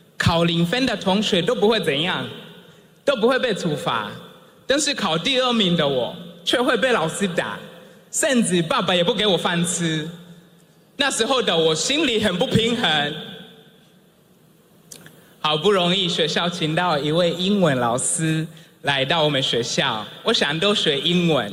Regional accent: Kigoma, Tanzania; Chinese is a second language; now in Taiwan; 我出生在坦桑尼亚的山区，一个靠近贡北国家公园的小村落。那里是真古的博士研究野生黑猩猩的地方，也是我的生命的起点。我在一个贫穷家庭长大，

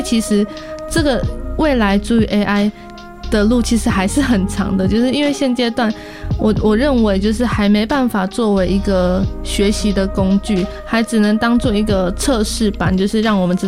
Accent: Amis area (eastern Taiwan), Taiwan; born there; 我现在其实是比较认可自己是阿美族的身份，可能也是跟小时候都是在部落跟阿公阿嬷生活，但是我同时可能也不会抛弃自己是有菲律宾血裔的身份

